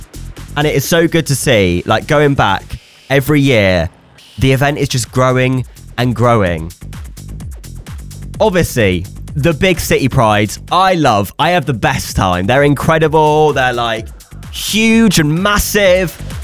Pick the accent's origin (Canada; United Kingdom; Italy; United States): United Kingdom; Andover, South East England; moved away; I went back to my hometown of Andover. I hear you say, where? And that's okay. It's a small little town. Probably never heard of it. In Hampshire. But it's where I'm from. And I'd say it's a very, how do I put this, traditional town.